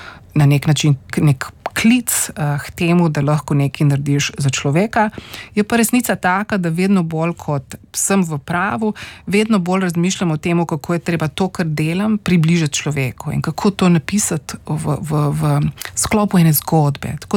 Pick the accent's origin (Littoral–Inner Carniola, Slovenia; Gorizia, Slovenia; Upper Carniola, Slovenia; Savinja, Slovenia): Littoral–Inner Carniola, Slovenia; Postojna; born or raised there